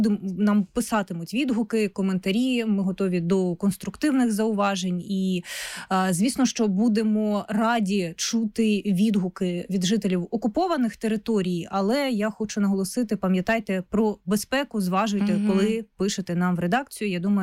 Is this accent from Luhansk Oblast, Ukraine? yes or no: yes; Luhansk Oblast, Ukraine; я сама з Луганщини, і на Луганщині, на певній частині Луганщини, це була прям проблема. От той регіон, з якого я, у нас води не було місяцями